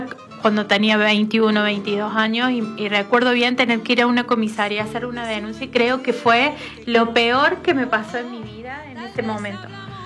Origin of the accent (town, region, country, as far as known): Córdoba, Argentina